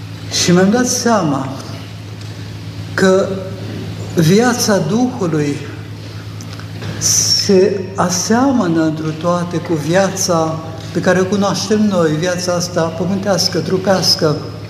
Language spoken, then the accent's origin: Romanian; Romania; born there; moved away as an adult; născut fiind în pământurile astea și din neamul acesta românesc